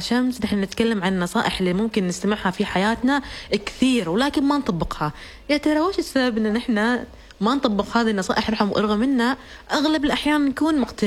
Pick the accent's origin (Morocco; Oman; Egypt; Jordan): Oman; Ibri, Ad Dhahirah; now in Muscat, Oman; قلت له أنا من عبري